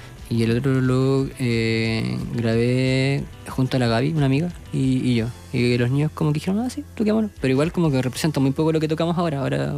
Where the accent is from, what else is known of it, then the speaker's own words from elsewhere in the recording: Andacollo, Coquimbo, Chile; also born or lived in La Serena; nosotros como que tuvimos que salir de Andacollo primero a llegar a La Serena, y después eso me apareció en La Serena, y después intentar como ver en otro lugar. No es como que nacimos en Santiago y...